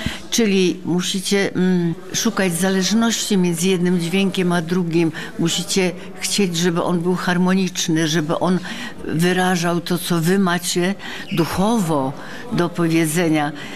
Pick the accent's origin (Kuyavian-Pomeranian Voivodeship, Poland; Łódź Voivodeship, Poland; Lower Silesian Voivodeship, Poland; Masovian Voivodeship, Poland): Kuyavian-Pomeranian Voivodeship, Poland; Solec Kujawski; moved away; also born or lived in Papowo Biskupie; ja się urodziłam co prawda w Papowie Biskupim koło, bo jest to wieś koło Chełmży i Chełmna, ale mając rok, moi rodzice przenieśli się do Solca Kujawskiego i tutaj byłam do roku 40 chyba 7 albo 8